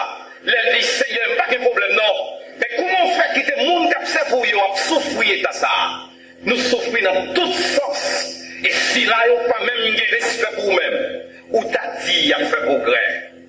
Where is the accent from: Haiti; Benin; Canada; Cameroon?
Haiti; où je suis un haïtien qui est attaché à le pays ça